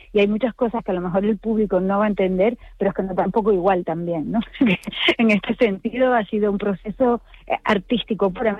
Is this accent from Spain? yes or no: yes; Canary Islands, Spain